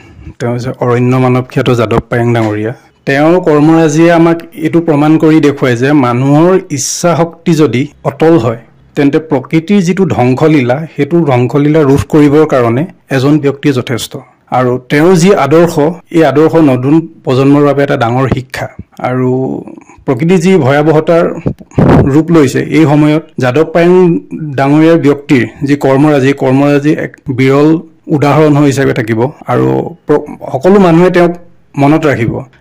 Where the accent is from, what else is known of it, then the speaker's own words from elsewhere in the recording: Lakhimpur, Assam, India; now in Guwahati, India; মোৰ ঘৰ লখিমপুৰত হয়।